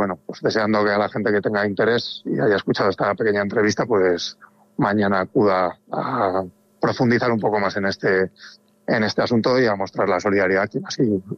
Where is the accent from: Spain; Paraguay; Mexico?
Spain; Valladolid, Castile and León; somos de Valladolid.